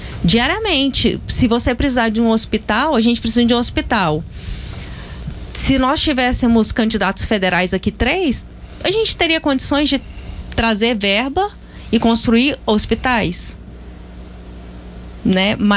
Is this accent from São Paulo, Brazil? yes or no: no; Anápolis, Goiás, Brazil; eu sou de Anápolis